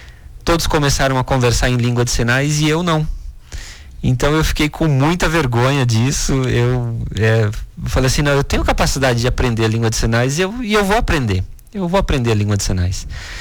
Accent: São Paulo, Brazil; Bom, eu sou natural de São Paulo

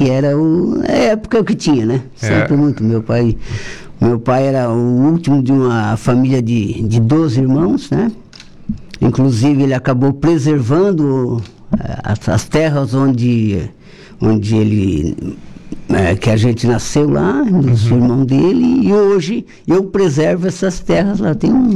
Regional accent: Araranguá, Santa Catarina, Brazil; Não, eu sou da Sanga da Areia aqui, sou aranguaiense, das Areias.

